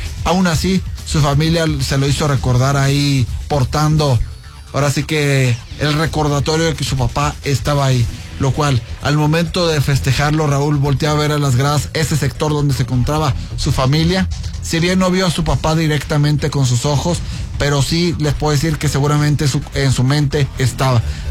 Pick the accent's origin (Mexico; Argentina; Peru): Mexico; eso es lo que somos todos los mexicanos